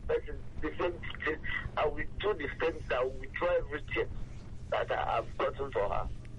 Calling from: Arigbaju, Enugu State, Nigeria; I'm calling from Arigbaju, Enugu State.

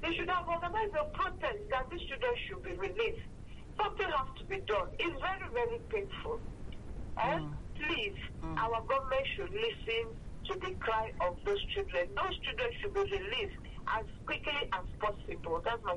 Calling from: Okafa, Nigeria; I'm calling from Okafa.

